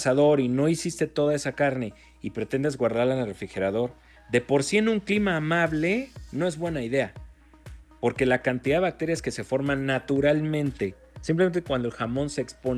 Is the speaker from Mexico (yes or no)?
yes; northern Mexico, Mexico; Mario Arbizu y yo, como buenos norteños